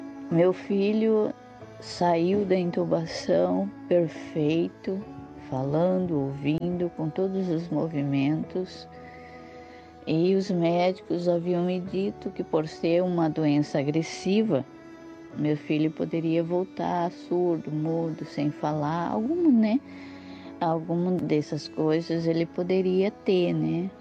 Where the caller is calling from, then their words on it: Mato Grosso do Sul, Brazil; falo aqui do Mato Grosso do Sul.